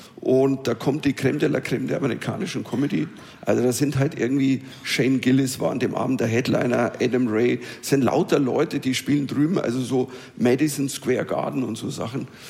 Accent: Germany; in Russland als Deutscher?

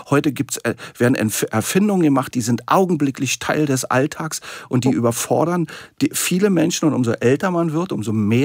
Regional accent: East Germany, Germany; ich kann mich noch sehr gut an meine Kindheit, Jugend und dann vor allen Dingen mein frühes Erwachsenenleben in der DDR erinnern.

